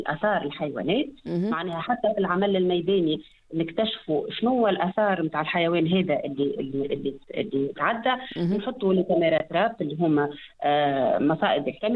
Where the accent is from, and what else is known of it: Tunisia